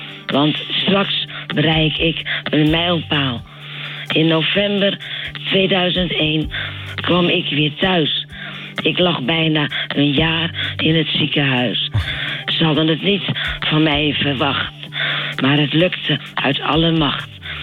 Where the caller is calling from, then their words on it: Alkmaar, North Holland, Netherlands; Ik ben uit Alkmaar.